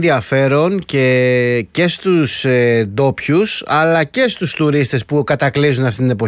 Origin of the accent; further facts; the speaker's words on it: Milos, South Aegean, Greece; στην πατρίδα μου, τη Μήλο.